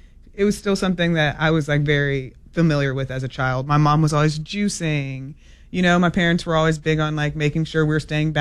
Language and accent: English; California, United States; I'm from California. That's the land of like woo-woo.